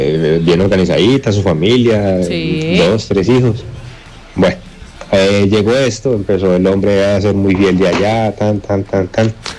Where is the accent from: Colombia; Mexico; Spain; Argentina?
Colombia; Puente Iglesias, Antioquia; De la tierrita donde yo soy, de Puente Iglesias, ahí yendo para Tamesis.